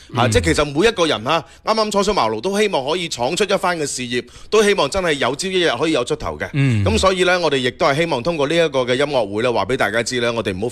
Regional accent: Guangdong, China; 咁我哋廣東人咧成日都話咧，

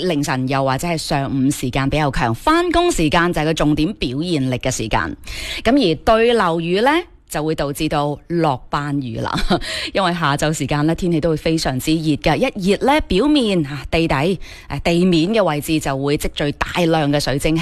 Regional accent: Foshan, Guangdong, China; 作为我哋佛山人咧，应该系最关注呢一件事噶啦

